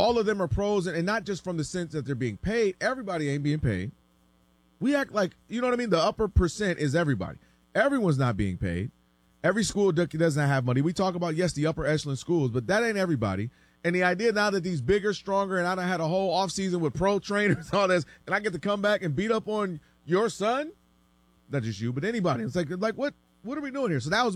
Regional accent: Ann Arbor, Michigan, United States; I'm born and raised in Ann Arbor.

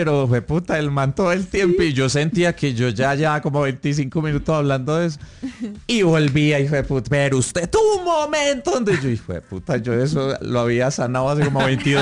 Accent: Antioquia, Colombia; moved away; sentía que era que me lo decían como por paisa

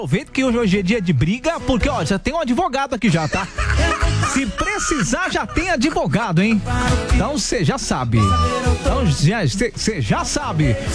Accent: Santana do Livramento, Rio Grande do Sul, Brazil; Sou gaúcho. Som de Santana do Livramento.

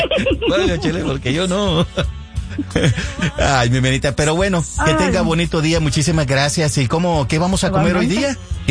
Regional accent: Italy; Es que nosotros somos de Italia, nosotros venimos comiendo todo eso, lo que es pasta.

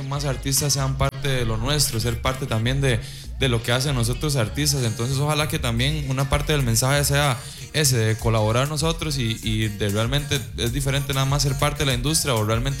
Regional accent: Costa Rica; No podemos olvidar hablar como ticos

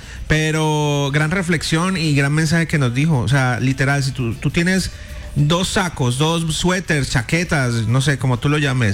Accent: Colombia; unirnos como colombianos

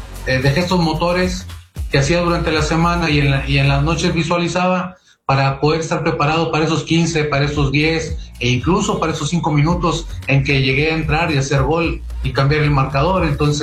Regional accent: Saltillo, Coahuila, Mexico; Aunque tenía 9 años, la primera vez que salí de Saltillo y fui a un estadio allá en Monterrey

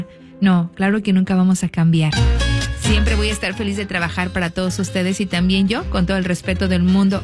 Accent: Aguascalientes, Mexico; now in Las Vegas, United States; Yo soy originario de Aguascalientes y la escucho todos los días acá en Las Vegas, Nevada.

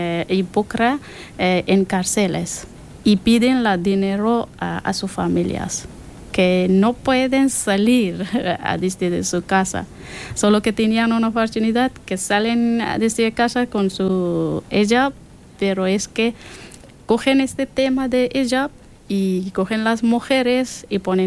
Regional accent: Afghanistan; born or raised there; Spanish is a second language; moved away as an adult; now in Pamplona, Spain

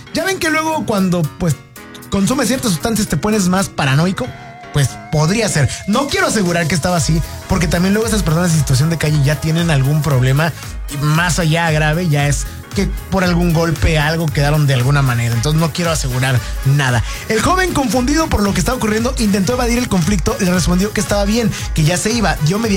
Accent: Mexico; Y yo si hubiera sido el alemán, es más, yo siendo mexicano, me hubiera espantado también

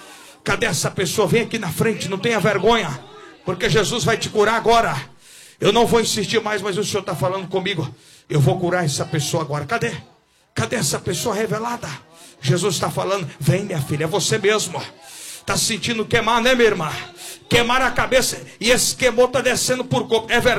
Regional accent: Goiás, Brazil; eu sou do Goiás

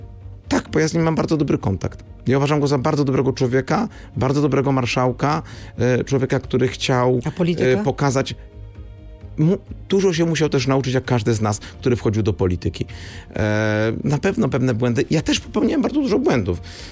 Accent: Kraków, Lesser Poland, Poland

